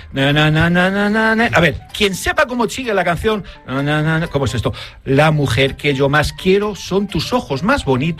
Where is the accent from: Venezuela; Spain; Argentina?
Spain; Madrid, Community of Madrid; como nosotros los madrileños. Por cierto, mi padre es madrileño. Yo creo que soy el más madrileño de los que están aquí.